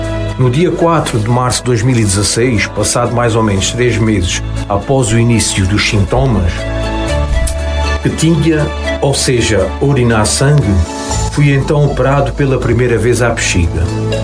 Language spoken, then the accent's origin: Portuguese; Portalegre, Alentejo, Portugal; nasci em 25/7/66, sou natural de Porto Alegre e reformado.